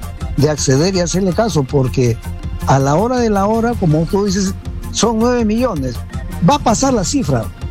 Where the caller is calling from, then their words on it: Lima, Peru; De San Martín de Porres